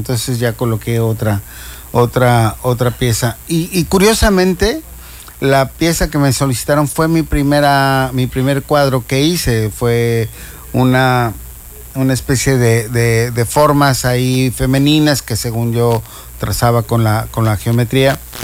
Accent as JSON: {"language": "Spanish", "town": "Guadalajara", "region": "Jalisco", "country": "Mexico", "tie": "born or raised there", "moved": "as an adult", "lives_now": "Cancún, Mexico", "said": "soy arquitecto, okay, en el Centro Universitario de Arte, Arquitectura y Diseño de la Universidad de Guadalajara, de donde soy originario."}